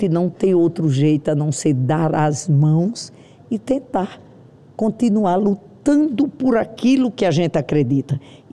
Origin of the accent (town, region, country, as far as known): Brazil